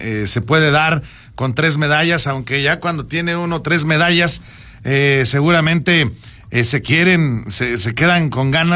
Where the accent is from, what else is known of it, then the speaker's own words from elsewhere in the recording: Mexico; todo México, porque además también como mexicanos